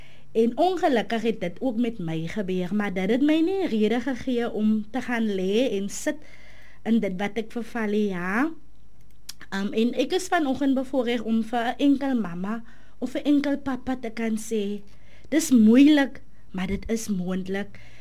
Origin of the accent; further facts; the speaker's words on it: Oudtshoorn, Western Cape, South Africa; ek is een boerling van Oudtshoorn my hele leven lang. Ek het in die straat van Dysakort, soos hulle sê, daar by om een, die fishery.